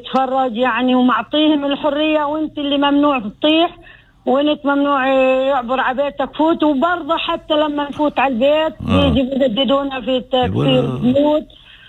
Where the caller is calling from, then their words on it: al-Mughayyir, West Bank, Palestine; انا من قريه المغير